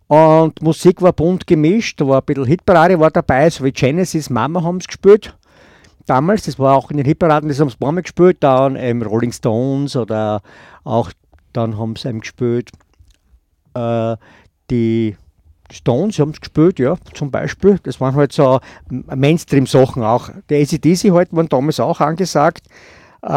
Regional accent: Styria, Austria; Also ich bin aus Kohlsdorf gekommen

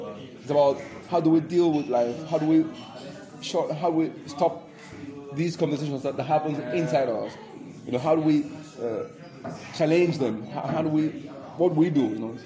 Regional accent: Nigeria; born there; moved away as an adult; I was born in Nigeria. Igbo, born, been living here now since 1994, quite a long time. I actually came to Europe to do a PhD at King's College

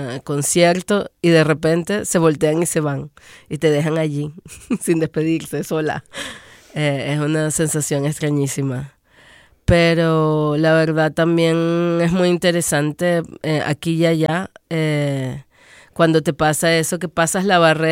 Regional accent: Venezuela; moved away; Yo llegué de Venezuela, sí.

